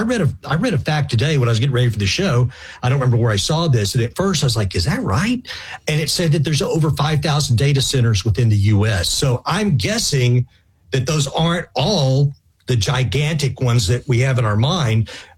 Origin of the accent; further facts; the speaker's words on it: Texas, United States; And in my home state of Texas, it's a big question because we have a lot of data centers